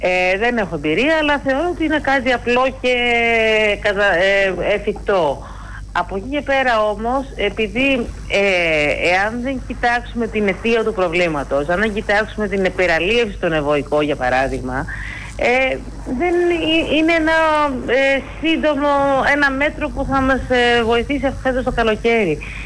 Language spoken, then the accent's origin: Greek; Greece